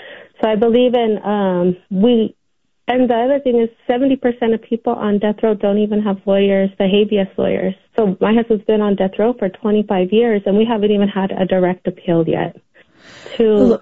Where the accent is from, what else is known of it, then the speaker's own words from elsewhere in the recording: San Bernardino, California, United States; I am from San Bernardino.